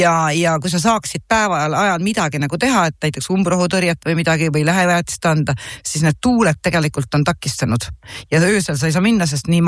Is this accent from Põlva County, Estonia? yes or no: no; Jõgeva, Jõgeva County, Estonia; kuna ma olen ise Jõgevalt